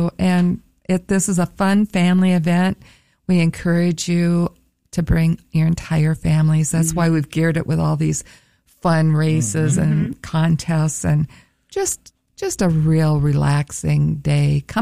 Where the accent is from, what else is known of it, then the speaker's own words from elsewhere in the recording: Minnesota, United States; I'm from Minnesota.